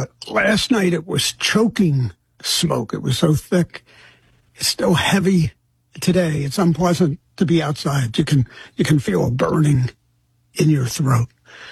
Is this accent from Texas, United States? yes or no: no; Philadelphia, Pennsylvania, United States; now in Lancaster, United States; I grew up in Philadelphia, in a corner of Philadelphia called Somerton, which had been an independent farm town. It was suddenly incorporated by the cities in the 30s. So when I grew up there after World War II